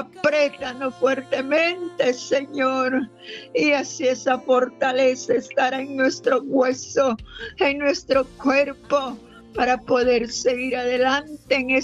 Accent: El Salvador; así somos los salvadoreños

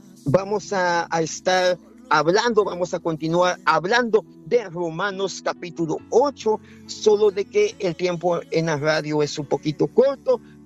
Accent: Guatemala; como decimos nosotros en Guatemala

